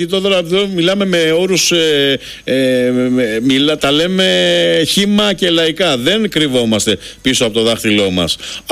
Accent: Crete, Greece; Και εγώ είμαι κριτικός και πολλές φορές έτσι μου κάνουν έτσι απαξιωτικά σχόλια για το νησί μου.

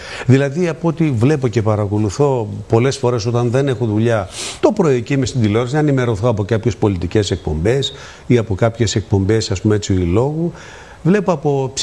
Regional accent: Drama, Eastern Macedonia and Thrace, Greece; moved away; όταν ήμουνα στην πατρίδα μου τη Δράμα

